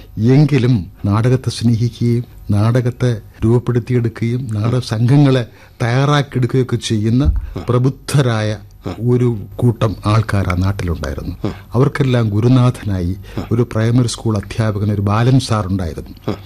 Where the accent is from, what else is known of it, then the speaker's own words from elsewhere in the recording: Vellanad, Kerala, India; ഞാൻ ജനിച്ചു വളർന്നത് കുഗ്രാമമായിരുന്ന വെള്ളനാട്ടാണ്.